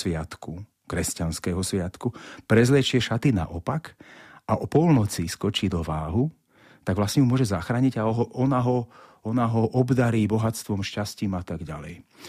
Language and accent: Slovak; Nitra Region, Slovakia; ja som z vidieka a narodil som sa pod pohorím Tribeč medzi Nitrou a Topolčanmi